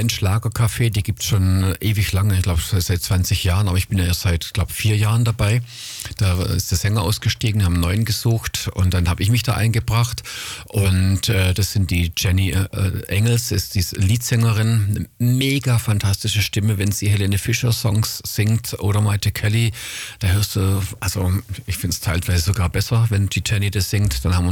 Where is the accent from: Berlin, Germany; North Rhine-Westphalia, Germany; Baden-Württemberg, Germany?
Baden-Württemberg, Germany; Esslingen; born there; Und ich freue mich auf Esslingen, weil das ist ja auch meine Geburtsstadt.